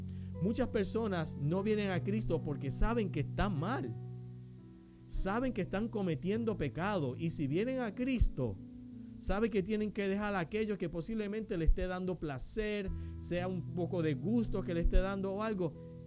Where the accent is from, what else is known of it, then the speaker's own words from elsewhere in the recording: Caguas, Puerto Rico; como dicen en mi pueblo, por allí en Caguas